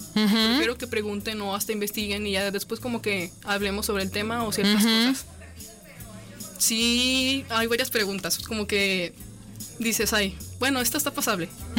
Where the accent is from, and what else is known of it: Pabellón, Aguascalientes, Mexico